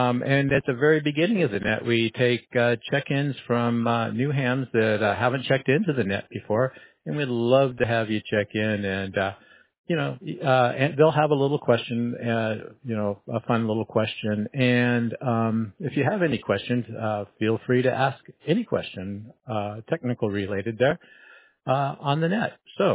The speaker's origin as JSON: {"language": "English", "region": "Oregon", "country": "United States", "tie": "born or raised there", "also_born_or_lived": "Houston", "moved": "as an adult", "lives_now": "New York, United States", "said": "I'm from Oregon, born, raised there, worked there for, a good 30, 40 years, and then moved to Houston, and then from Houston to New York."}